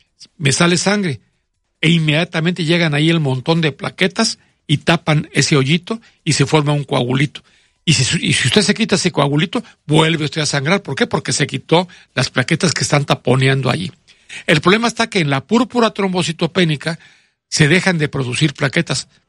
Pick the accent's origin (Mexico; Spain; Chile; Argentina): Mexico; Poza Rica, Veracruz; born there; Yo soy de Poza Rica, de la calle Emiliano Zapata, en la colonia Tajín. Ahí nací, exactamente en el 218 de esa casa.